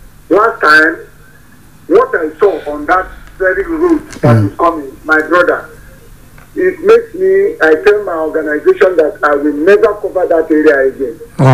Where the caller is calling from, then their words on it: Bukuru, Plateau, Nigeria; I'm calling from Bukuru area.